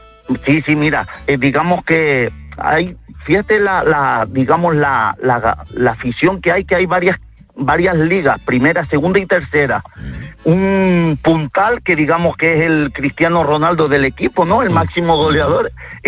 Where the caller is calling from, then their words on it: Tenerife, Canary Islands, Spain; yo soy de Tenerife y aquí una gran tradición y arrastra mucha afición es la lucha canaria.